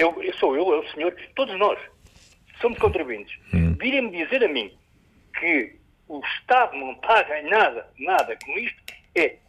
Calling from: Portugal; Eu sou de Portugal continental, sou português, não sou de Moscovo.

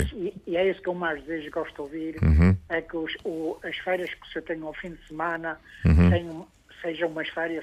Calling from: Porto, Norte, Portugal; Estou a falar do Porto.

